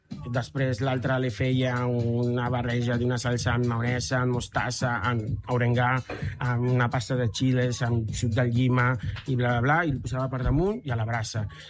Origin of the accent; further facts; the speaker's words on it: Sinaloa, Mexico; Catalan is a second language; moved away as an adult; now in Catalonia, Spain; és molt del meu poble, d'aquesta regió de Mèxic, que és el nord-oest de Mèxic.